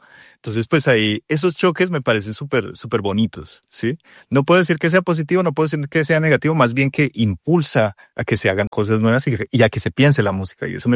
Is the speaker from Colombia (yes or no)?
yes; Bogotá, Colombia; moved away as an adult; now in Tokyo, Japan; nosotros íbamos al territorio siendo pues cachacos, rolos, ¿no?